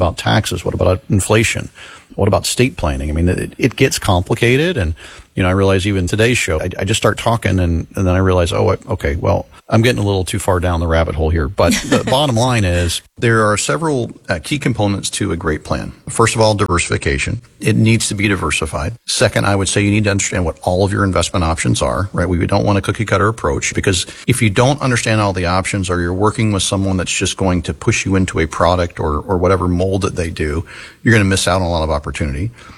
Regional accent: Florida, United States; Yeah, I was born and raised in Florida.

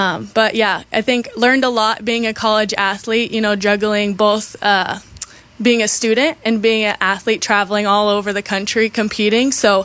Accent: Papillion, Nebraska, United States; Yeah, so I grew up in Papillion, and then I kind of always knew I wanted to go play a sport in college.

